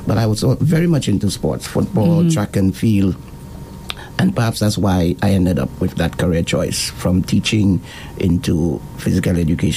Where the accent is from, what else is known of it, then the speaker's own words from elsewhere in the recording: St. Lucia; growing up in Lance Road, as you said, the communities of Lance Road, Leclerc, Sans Souci, we were very, very close. And so I was born in the era where … were one of the biggest names. And last in a family of nine.